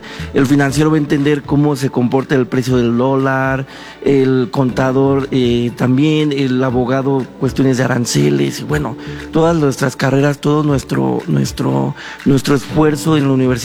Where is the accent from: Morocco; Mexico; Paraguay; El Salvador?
Mexico